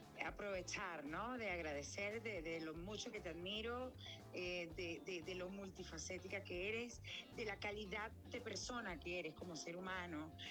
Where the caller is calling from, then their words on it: Venezuela; creo que todos como venezolanos nos hemos fortalecido